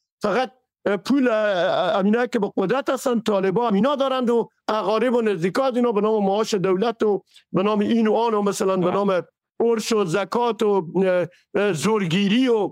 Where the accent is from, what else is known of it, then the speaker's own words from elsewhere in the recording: Herat, Afghanistan; همین امروز به شمول شخص خودمه که از هرات هستم